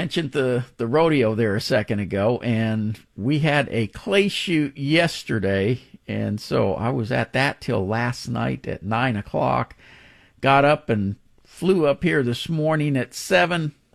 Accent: Pasadena, Texas, United States; now in Double Oak, United States; I grew up in Pasadena. I live in Houston or in Dallas now, up in Double Oak, but I go still back and forth virtually every week.

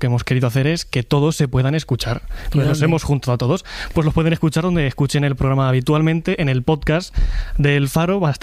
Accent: Villanueva de la Jara, Castilla-La Mancha, Spain; Yo soy de Villanueva de la Jara, en Cuenca.

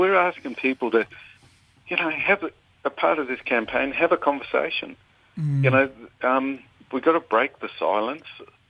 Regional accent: Cairns, Queensland, Australia; now in Brisbane, Australia; I'm Kugi Yalanji from Cairnsway.

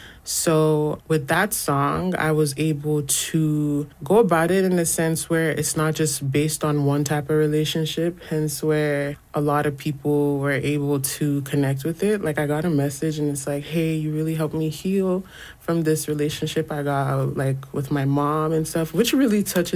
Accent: Nigeria; English is a second language; My mom would always bump … back home, which was so foreign because I'm Nigerian, and for the music to get all the way there at such a young age, too

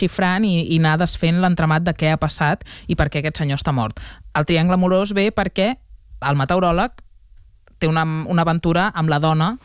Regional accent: Catalonia, Spain; nosaltres que som catalans i que tenim una llengua pròpia

